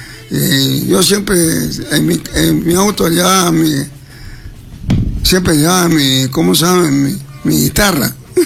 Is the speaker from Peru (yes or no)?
yes; Arequipa, Peru; born there; also born or lived in Yura; yo nací acá en Arequipa, pero me bautizaron en la iglesia de San Antonio.